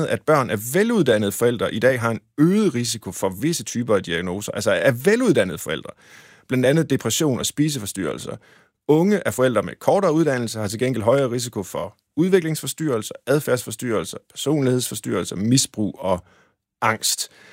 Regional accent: Tjørring, Central Denmark Region, Denmark; jeg er vokset op ved Gøstrup, altså i Tjørring, men det ligger lige ved siden af, og vi legede på engen, som førte os ned til Gøstrup.

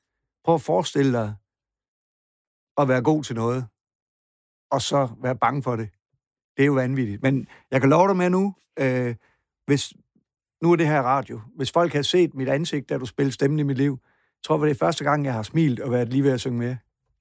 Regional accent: Pindstrup, Central Denmark Region, Denmark; also born or lived in Copenhagen; Jeg flyttede hjem fra København.

